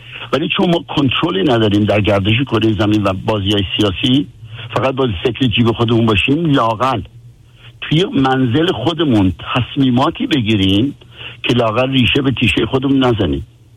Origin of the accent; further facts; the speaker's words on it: Iran; به عنوان یک ایرانی